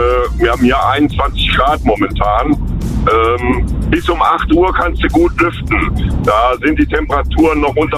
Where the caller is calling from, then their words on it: Andernach, Rhineland-Palatinate, Germany; ich komme aus Andernach, ne? Und bin jetzt auf dem Weg in Richtung Koblenz, von Fernbach aus.